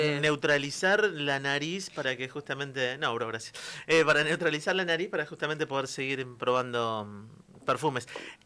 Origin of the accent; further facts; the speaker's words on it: Río Gallegos, Santa Cruz, Argentina; Quienes somos aquí nacidos y criados en Río Gallegos